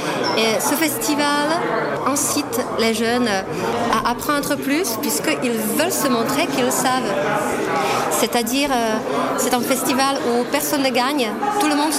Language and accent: French; Český Těšín, Moravian-Silesian Region, Czechia; French is a second language; also born or lived in Ostrava; je viens de la ville de Český Těšín et je travaille au lycée Josef Božek dans la même ville. Je ne suis pas née à Český Těšín, mais je suis née à Ostrava, donc c'est à 30 km de là-bas.